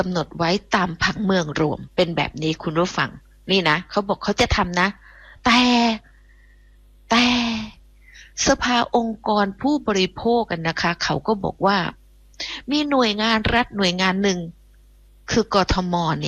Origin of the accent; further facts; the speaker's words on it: Phuket, Thailand; now in Bangkok, Thailand; ดิฉันนี่จากเกาะดิฉันเป็นคนภูเก็ตเนาะดิฉันเป็นคนเกาะนะมาอยู่กรุงเทพโดนนานแปลว่ามาอยู่กรุงเทพนานก็มาตั้งแต่เรียนหนังสือ